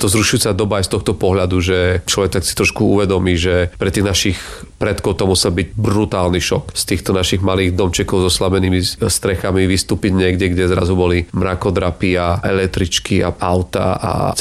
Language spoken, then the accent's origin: Slovak; eastern Slovakia, Slovakia; A ja som mal to šťastie, že vlastne pochádzam z rodiny z východu Slovenska, kde ako malé dieťa som ešte zažil.